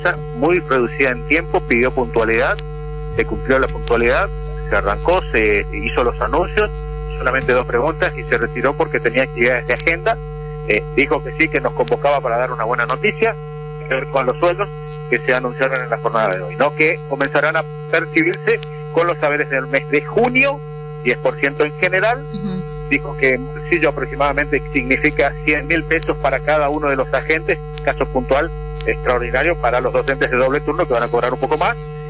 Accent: Chaco, Argentina; now in Corrientes, Argentina; Siempre usted me recuerda que yo soy chaqueño

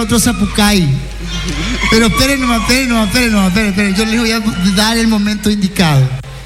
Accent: Itauguá, Central, Paraguay; born there; Hospital Nacional de Itagua, lugar donde yo nací.

